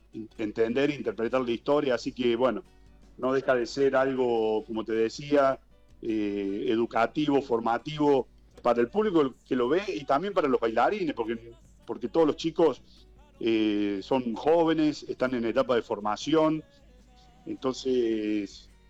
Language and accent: Spanish; Argentina